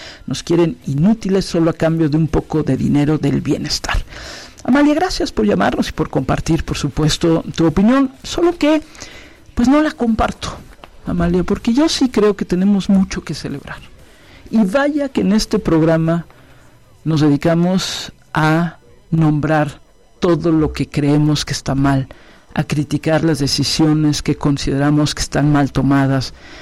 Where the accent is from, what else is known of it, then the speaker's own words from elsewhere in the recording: Mexico City, Mexico; yo nací aquí en México, aquí en la Ciudad de México, en el Paseo de la Reforma, había un hospital, ahí nací, hace ya 59 años de edad.